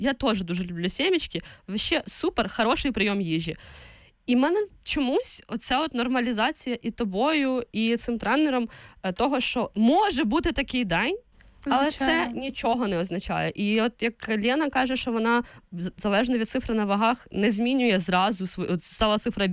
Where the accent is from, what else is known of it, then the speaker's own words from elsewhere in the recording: Vinnytsia Oblast, Ukraine; Це в нас на Вінниччині так кажуть.